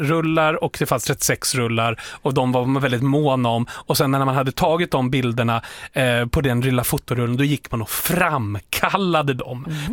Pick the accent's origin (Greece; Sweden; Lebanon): Sweden; Djura, Dalarna County; Eftersom både du och jag är ju från Djura.